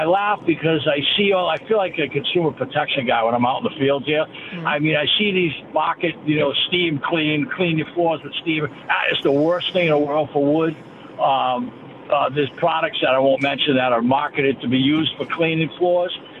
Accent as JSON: {"language": "English", "town": "Fall River", "region": "Massachusetts", "country": "United States", "said": "I'm actually from Fall River, too, so we have..."}